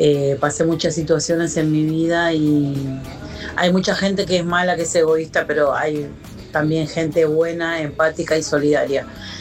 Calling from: González Catán, Buenos Aires Province, Argentina; de González Catán.

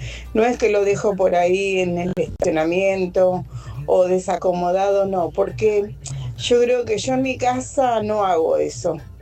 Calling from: Monte Grande, Buenos Aires Province, Argentina; de Montegrande.

